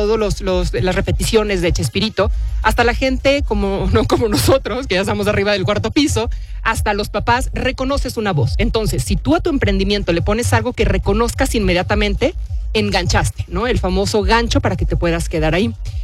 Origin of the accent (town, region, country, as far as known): Mexico